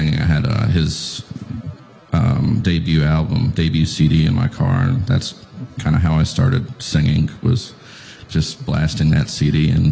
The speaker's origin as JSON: {"language": "English", "town": "Lexington", "region": "Kentucky", "country": "United States", "tie": "born or raised there", "said": "Well, I was born and raised in Lexington"}